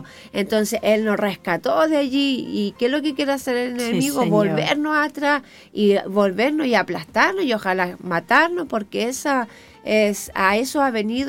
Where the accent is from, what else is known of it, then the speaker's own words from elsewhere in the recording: Coronel, Biobío, Chile; moved away; vivía en Coronel, mi hermano, porque yo soy de Coronel.